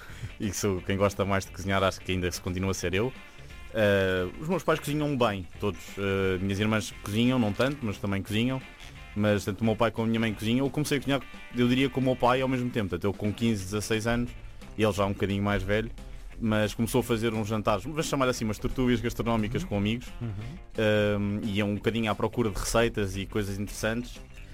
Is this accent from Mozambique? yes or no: no; Lisbon, Portugal; also born or lived in Madrid; Então sou aqui de Lisboa mesmo, sendo que vivi metade da minha infância em Madrid